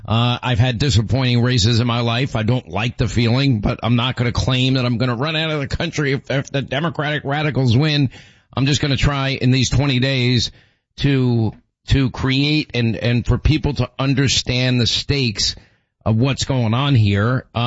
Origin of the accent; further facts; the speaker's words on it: Ireland; I know I'm supposed to like whiskey. I'm Irish.